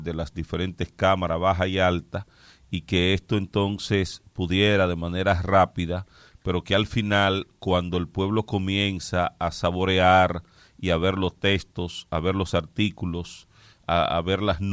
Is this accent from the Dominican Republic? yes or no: yes; Dominican Republic; como los dominicanos queremos